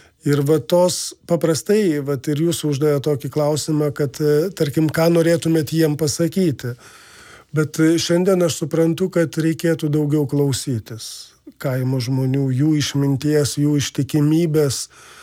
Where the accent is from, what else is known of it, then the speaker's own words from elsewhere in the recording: Vilnius, Vilnius County, Lithuania; aš pats esu Vilnietis, grynas Vilnietis, prie Halės turgaus užaugęs.